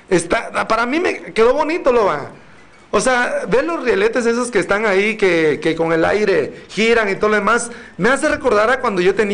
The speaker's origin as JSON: {"language": "Spanish", "country": "Mexico", "said": "nos vestimos mucho más mexicanos"}